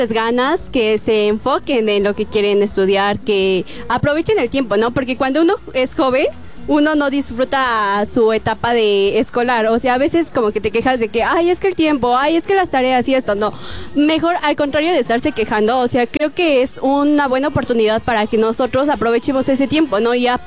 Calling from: San Simón del Alto, State of Mexico, Mexico; Saludos a todos allá en mi pueblito, San Simón del Alto.

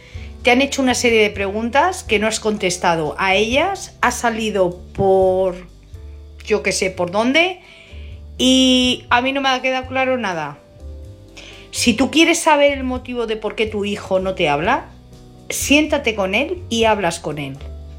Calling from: Madrid, Community of Madrid, Spain; Hola, buenas noches. … de Madrid.

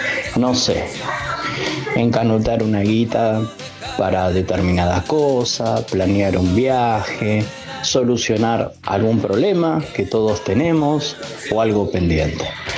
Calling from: Buenos Aires, Argentina; de San Telmo.

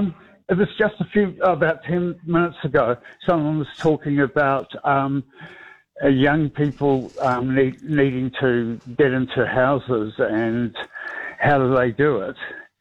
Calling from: New Zealand; Because being a Kiwi

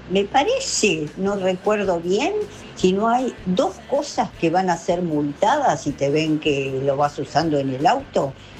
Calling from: Floresta, Buenos Aires, Argentina; les mando un cariño grande y … de Floresta

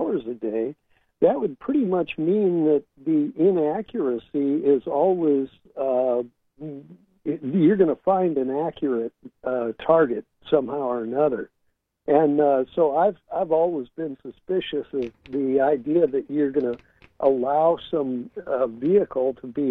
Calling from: San Francisco, California, United States; I'm calling you from San Francisco

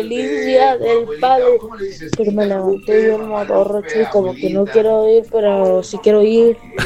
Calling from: Zacoalco de Torres, Jalisco, Mexico; Saludos desde Zahualco de Torres.

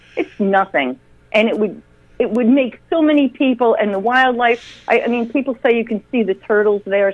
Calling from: Killingly, Connecticut, United States; Spunky, sassy little Killingly.

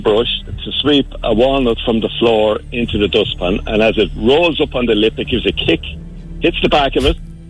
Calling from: Kildare, Leinster, Ireland

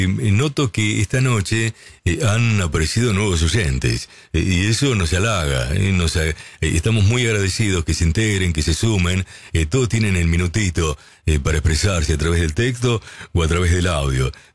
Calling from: Longchamps, Buenos Aires Province, Argentina; Buenos días, Oscar. … de Longchamps.

